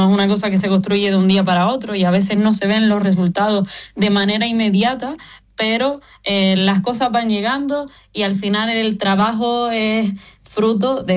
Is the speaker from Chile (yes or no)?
no; Valsequillo de Gran Canaria, Canary Islands, Spain; yo, que soy de Valsequillo, uno de los municipios que forma parte de esa medianía